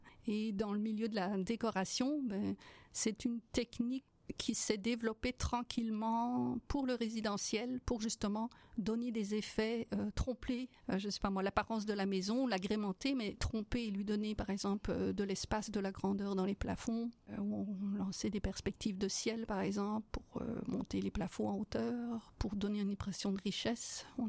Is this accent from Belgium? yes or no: yes; Belgium; mais j'étais en liste d'attente en tant que Belge.